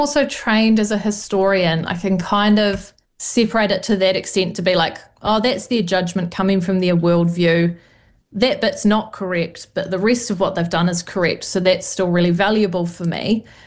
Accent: Canterbury, New Zealand; I think because I grew up in Canterbury, I grew up pretty Pākehā. I didn't know a lot of our histories growing up. I just knew we were Ngāti Kuia and these were our ancestors.

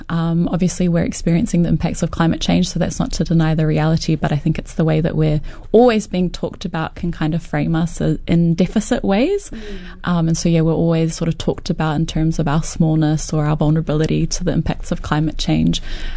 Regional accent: Australia; born there; So I was born in Australia and we grew up away from Kiribati

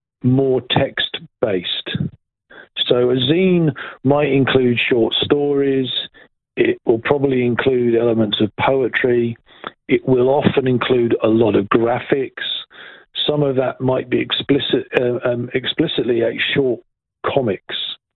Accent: England, United Kingdom; because I'm English, right?

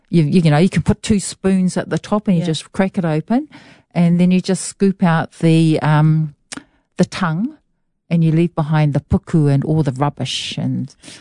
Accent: Gisborne, New Zealand; also born or lived in Mangatu / Te Karaka / Wainui Beach; I grew up in Gisborne or, you know, around Gisborne and Mangatu and Te Karaka, very small places. I lived in Wainui for quite a while.

